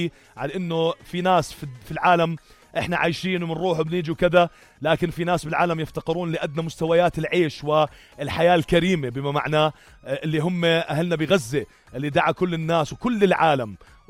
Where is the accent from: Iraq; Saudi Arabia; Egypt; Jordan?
Jordan; إذا فازت مصر إحنا كأردنيين صراحة راح ننجن